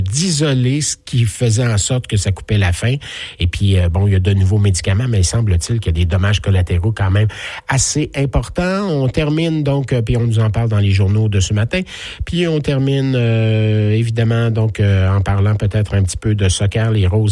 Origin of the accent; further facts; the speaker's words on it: Quebec, Canada; en Mauricie, Bois-Franc, dans mon coin de pays, à moi d'où je viens.